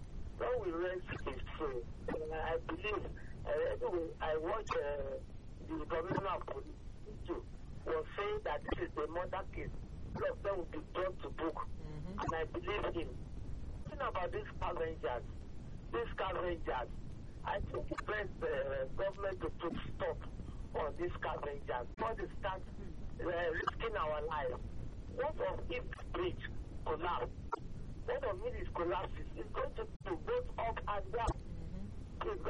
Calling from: Nigeria; I'm calling from Ibeji.

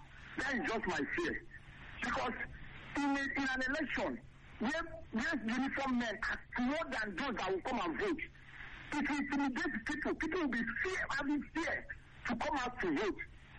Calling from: Niger State, Nigeria; I'm calling from the Asian city of the United Emirates, Niger State, Nigeria.

